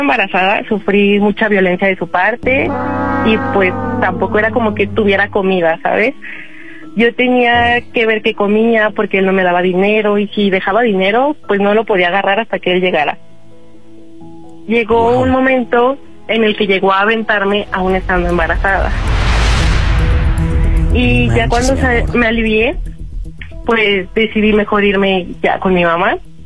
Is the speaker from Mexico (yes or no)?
yes; Álvaro Obregón, Mexico City, Mexico; Tengo 22 y soy de la Álvaro Obregón.